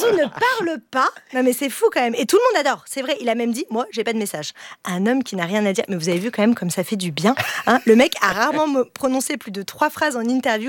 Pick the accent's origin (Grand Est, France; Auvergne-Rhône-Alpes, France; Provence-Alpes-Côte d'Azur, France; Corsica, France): Grand Est, France; Moulins-lès-Metz; Moi, j'ai grandi en Lorraine. Tu me dis, vous êtes française ou italienne? Je viens de Moulins-les-Metz.